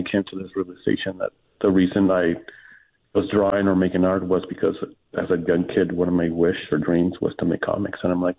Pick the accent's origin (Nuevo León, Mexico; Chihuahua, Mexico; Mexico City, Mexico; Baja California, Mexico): Baja California, Mexico; Rosarito; moved away; When I grew up in Rosarito Beach back in the 70s and 80s